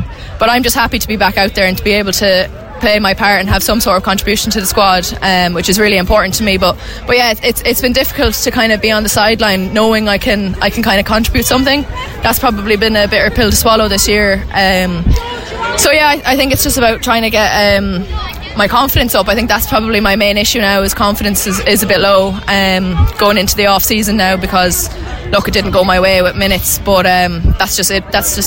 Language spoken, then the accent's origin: English; Athlone, Westmeath, Ireland; I want to stay at Athlone. I mean, it's my hometown.